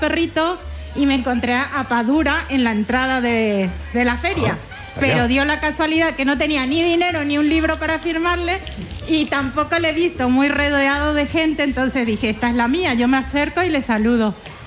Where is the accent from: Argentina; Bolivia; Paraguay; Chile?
Paraguay; now in Spain; Soy paraguaya, llevo 18 años en España